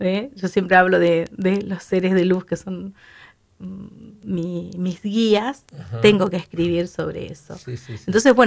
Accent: Santa Fe, Argentina; moved away as an adult; also born or lived in Río Gallegos / Gobernador Gregores; Yo siempre vengo de Santa Fe

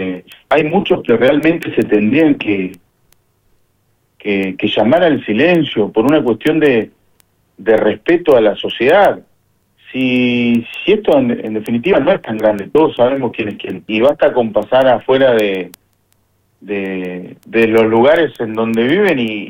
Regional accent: Argentina; con el difícil momento que nos toca atravesar como argentinos

